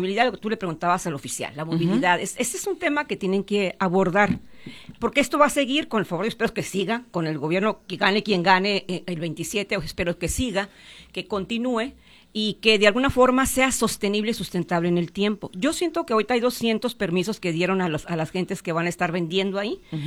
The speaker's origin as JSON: {"language": "Spanish", "area": "Huatabampo", "region": "Sonora", "country": "Mexico", "said": "Yo soy de Guatapo, soy mayo."}